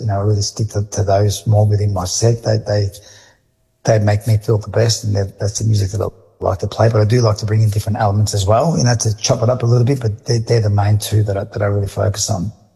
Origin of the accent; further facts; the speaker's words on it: Albania; I'm from the Balkans. I'm Albanian.